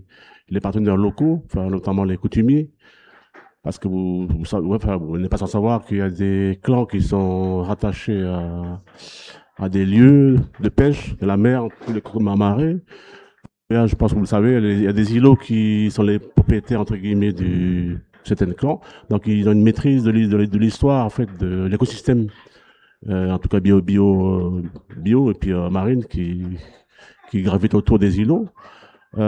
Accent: Auvergne-Rhône-Alpes, France; Là, je parle du Sud, parce que je suis du Sud d'Auvergne

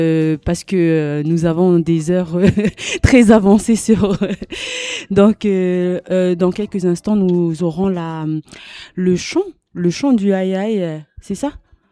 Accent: New Caledonia; mais comme nous sommes des Kanaks, eh ben à l'heure Kanak, on va se dire vrai là

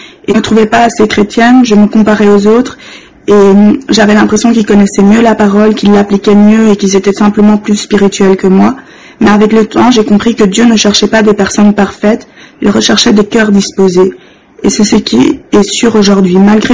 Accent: Brussels, Brussels-Capital Region, Belgium; Bonjour à tous, donc … je viens de Bruxelles et je suis très honorée de pouvoir vous partager un petit témoignage aujourd'hui.

